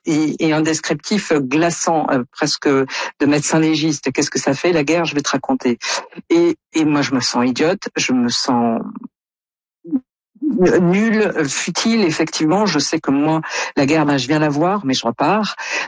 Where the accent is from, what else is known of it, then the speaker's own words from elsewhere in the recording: France; quand on est Canadien ou comme moi français